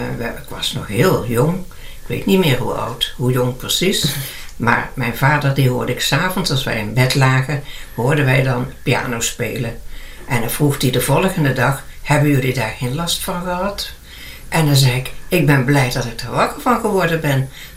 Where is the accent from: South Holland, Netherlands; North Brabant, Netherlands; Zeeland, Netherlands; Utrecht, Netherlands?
North Brabant, Netherlands; 's-Hertogenbosch; born there; Ja, ik ben in Den Bosch geboren. Bossenbol.